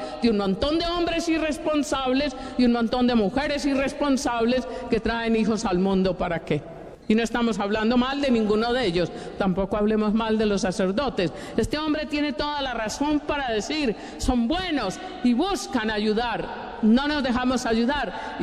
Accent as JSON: {"language": "Spanish", "region": "Antioquia", "country": "Colombia", "said": "Somos todos antioqueños en la mayoría"}